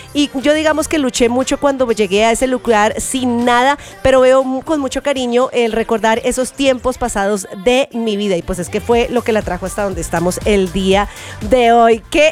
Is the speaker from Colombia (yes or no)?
yes; Colombia; nos vamos para mi tierra, nos vamos para Colombia.